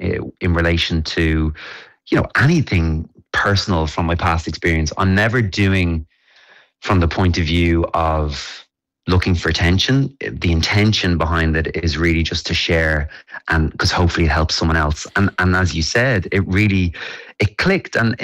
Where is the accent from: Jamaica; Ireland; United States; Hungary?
Ireland; I think actually as Irish people, we have an innate ability to find connection.